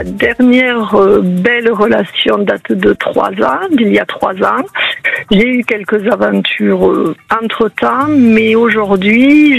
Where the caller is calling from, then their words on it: Clermont-Ferrand, Auvergne-Rhône-Alpes, France; Clermont-Ferrand